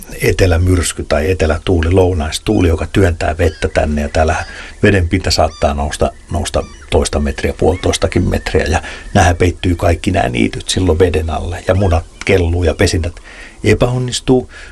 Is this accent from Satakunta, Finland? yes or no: yes; Pori, Satakunta, Finland; Mä muistan 80-luvulla, niin kun mä olen Porista kotoisin, niin siellä oli vielä suokukkoja soittimia, ja niitä pesi siellä rantaniityllä.